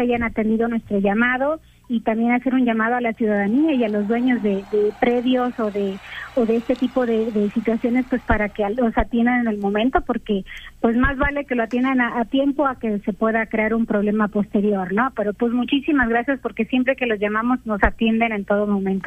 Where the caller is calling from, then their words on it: Cuernavaca, Morelos, Mexico; Sí, de aquí de la ciudad de Cuernavaca, de la colonia Lomas de Atzingo.